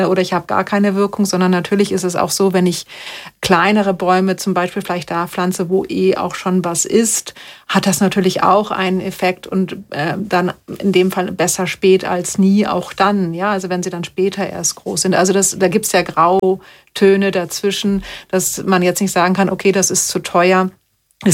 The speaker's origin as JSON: {"language": "German", "country": "Germany", "moved": "yes", "lives_now": "Austria", "said": "ich als Deutsche in Österreich"}